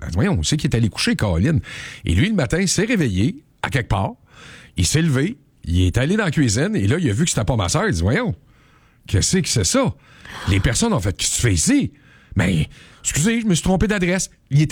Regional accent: Montreal, Quebec, Canada; Chez nous, à Montréal.

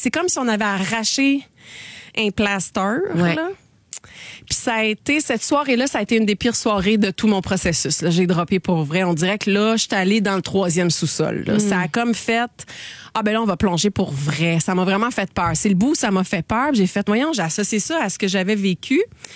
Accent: Roxton, Quebec, Canada; moved away; C'est à côté de mon village natal, Roxton.

